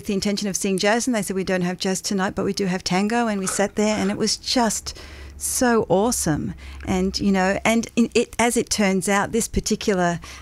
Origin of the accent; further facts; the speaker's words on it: Warrnambool, Victoria, Australia; I grew up in Warrnambool.